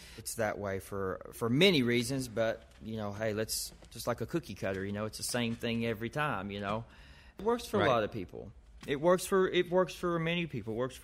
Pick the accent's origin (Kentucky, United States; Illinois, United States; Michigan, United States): Kentucky, United States; the way I grew up in Kentucky doing it